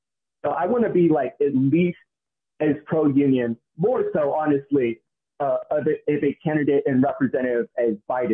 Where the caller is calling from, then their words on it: Homewood, Alabama, United States; from Homewood.